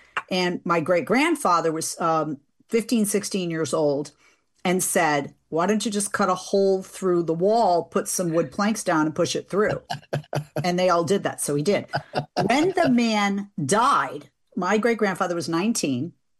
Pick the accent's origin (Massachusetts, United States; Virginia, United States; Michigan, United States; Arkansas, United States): Massachusetts, United States; Fall River; born there; I was born in Fall River.